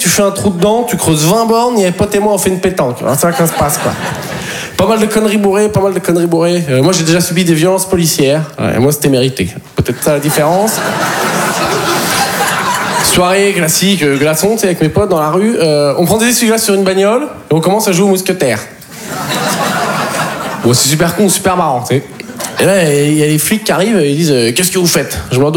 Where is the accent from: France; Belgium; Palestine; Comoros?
France; Poitiers, Nouvelle-Aquitaine; moi, en plus, je viens de Poitiers.